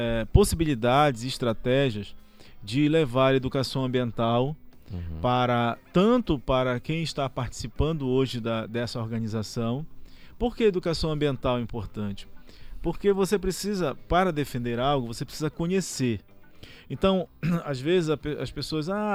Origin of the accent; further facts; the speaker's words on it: Cametá, Pará, Brazil; now in Belém, Brazil; Eu sou ribeirinho. Eu sou da cidade natural, eu sou natural de Cametá.